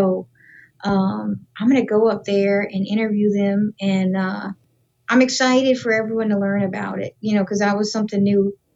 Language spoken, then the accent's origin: English; Thibodaux, Louisiana, United States; But, you know, just growing up in Thibodaux, I had a lot of traditional artists in my family.